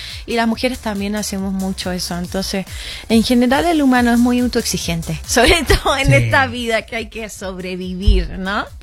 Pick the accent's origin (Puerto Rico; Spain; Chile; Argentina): Chile; No, soy muy orgullosamente chilena. Pero te juro que, o sea, como que me encanta cómo hablan. Y a veces como mi español es neutro.